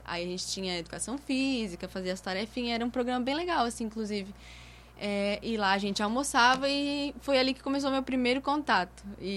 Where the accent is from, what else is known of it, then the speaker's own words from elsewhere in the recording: Sombrio, Santa Catarina, Brazil; born there; Só nasci no Sombrio. Todo mundo me pergunta, a minha vida é uma loucura. Eu só nasci no Sombrio e dali a gente se mudou para muitas cidades, porque meu pai era caminhoneiro